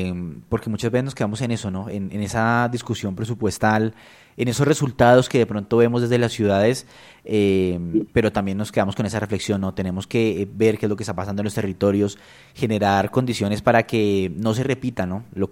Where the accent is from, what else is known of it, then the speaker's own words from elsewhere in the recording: Colombia; todos como colombianos.